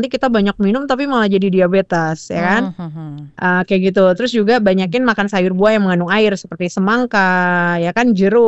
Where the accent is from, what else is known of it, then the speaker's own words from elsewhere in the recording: Pekanbaru, Riau, Indonesia; Saya orang Pekanbaru